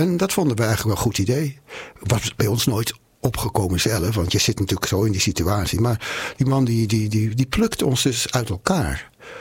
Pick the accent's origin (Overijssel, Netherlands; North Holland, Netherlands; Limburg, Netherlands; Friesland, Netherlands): North Holland, Netherlands; Amsterdam; moved away as an adult; En als kind al zat ik op de Montessori lagere school in Amsterdam.